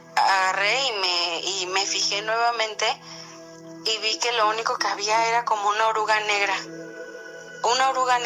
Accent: Querétaro, Mexico; soy del estado de Querétaro.

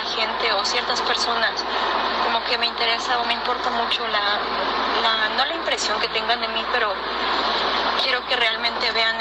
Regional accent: Mexico City, Mexico; now in Texas, United States; estoy llamando desde el estado de Texas, pero soy originaria de la Ciudad de México.

